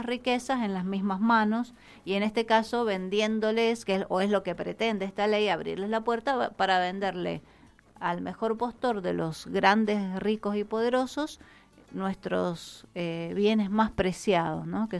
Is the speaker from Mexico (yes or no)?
no; Argentina